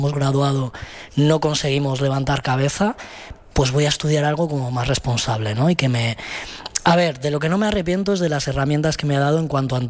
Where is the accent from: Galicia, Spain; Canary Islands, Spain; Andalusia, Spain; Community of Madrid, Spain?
Community of Madrid, Spain; Rivas-Vaciamadrid; moved away as an adult; now in Madrid, Spain; yo he crecido en Covibar, en Rivas. Pero mi padre es de Canillejas y mi madre de San Blas, Simancas, por ahí. García Noblejas, esa zona. Y es donde yo vivo ahora, de hecho.